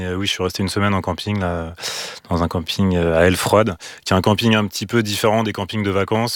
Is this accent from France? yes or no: yes; Lyon, Auvergne-Rhône-Alpes, France; Moi, je suis originaire de Lyon